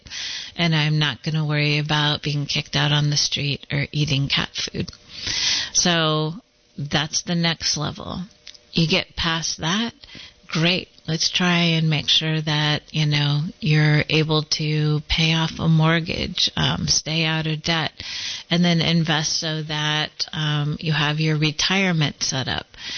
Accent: California, United States; I'm from California.

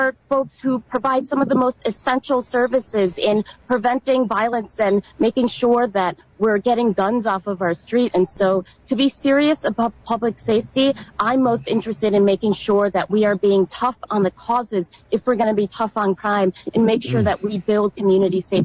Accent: Madison, Wisconsin, United States; born or raised there

